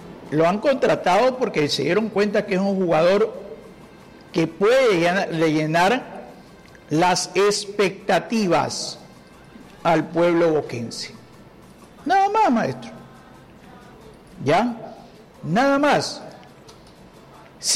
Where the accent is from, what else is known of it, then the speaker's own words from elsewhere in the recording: Ecuador; nosotros mismos como ecuatorianos